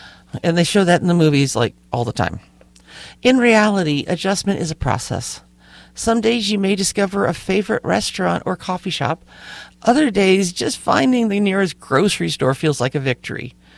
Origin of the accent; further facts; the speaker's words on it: California, United States; born there; moved away as an adult; also born or lived in Clarksville, Tennessee; now in Vermont, United States; that was a little change for the California girl.